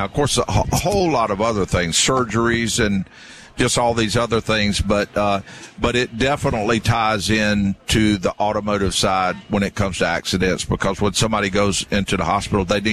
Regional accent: Augusta, United States; he asked me where I was born and things like that, if I was from Augusta. And I mentioned, yes, but I was in the Air Force, and I did a lot of traveling then.

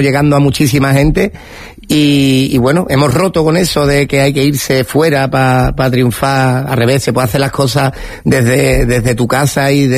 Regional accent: Andalusia, Spain; enamorado de Sevilla, después de más mayor ya me enamoré de Cádiz, de otras ciudades, pero ese descubrir mi tierra.

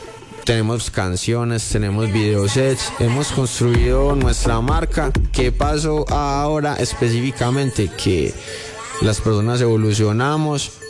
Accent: Colombia; now in Bogotá, Colombia; aquí en mi país hay demasiado talento

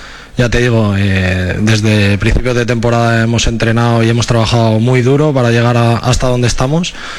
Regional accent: Valencian Community, Spain; encima yo que soy valenciano y enseguida que hay petardos me emociono.

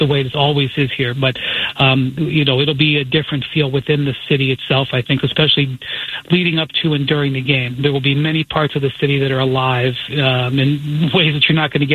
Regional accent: Ohio, United States; Obviously, I'm from Northeast Ohio

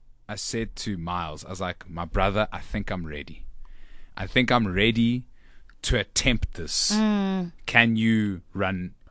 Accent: South Africa; I really want to learn how to speak, you know, one of our South African languages that's not Afrikaans or English, because those two I have some sort of grasp over.

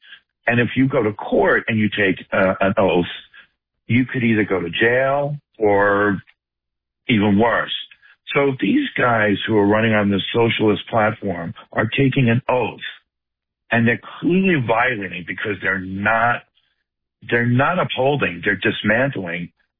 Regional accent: New York, United States; accent: New York; I'm never going to lose my accent.

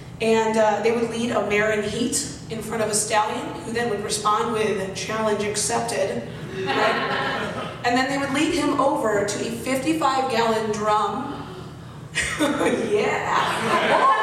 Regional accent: Arizona, United States; I was raised in Arizona, and it was just like I never dealt with allergies there.

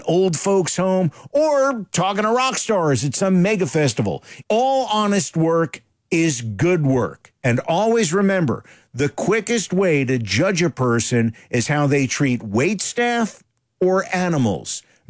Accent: New Jersey, United States; selling lamps at the giant flea market where I grew up in New Jersey

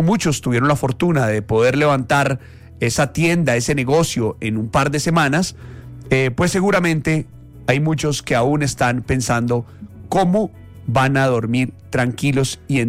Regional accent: Colombia

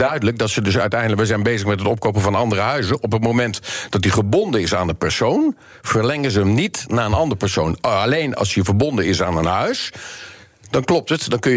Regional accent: Utrecht, Netherlands; Ik kom zelf uit Utrecht. Gelukkig staat mijn Utrechtshuis er nog steeds.

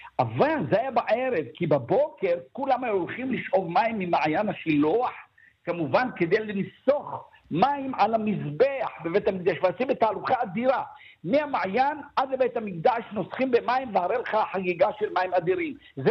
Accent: Ramla, Central District, Israel; גם אני בילדותי ברמלה בבית הורה, העלנו פתח ביצוק במרפסת, שהיה מכוסה כל השנה

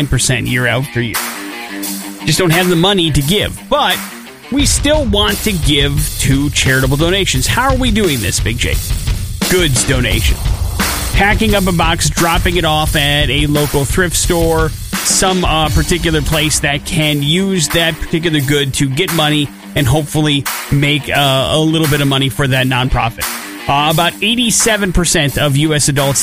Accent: United States

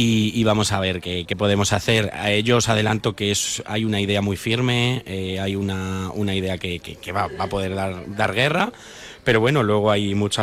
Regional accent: Spain; por lo menos como buen español celebrarlo con una fiesta

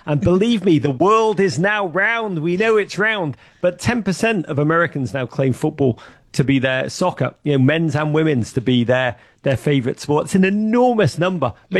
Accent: Liverpool, North West England, United Kingdom; now in United States; I came to the United States under the lure of everything that was great about this nation from the perspective of a kid growing up in Liverpool

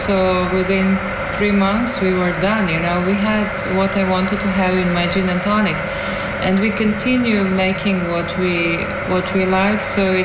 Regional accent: Ljubljana, Slovenia; Well, I was born and raised in Ljubljana.

